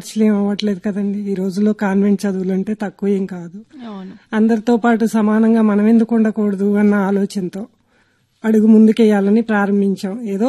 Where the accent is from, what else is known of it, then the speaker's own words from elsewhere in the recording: Vijayawada, Andhra Pradesh, India; నేను డిగ్రీ వరకు చదువుకున్నానండి, మాది విజయవాడే.